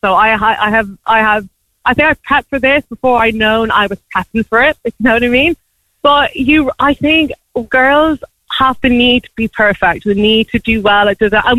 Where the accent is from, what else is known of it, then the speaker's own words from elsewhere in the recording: Tullamore, Leinster, Ireland; also born or lived in Bermuda; I'm from Tullamore myself